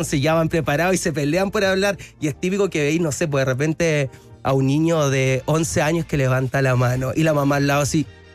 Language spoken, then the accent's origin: Spanish; Curicó, Maule, Chile; now in Santiago, Chile; Mañana está aquí en Santiago porque somos de Curicó y mañana tiene su cirugía dental porque le faltaban sus dientecitos.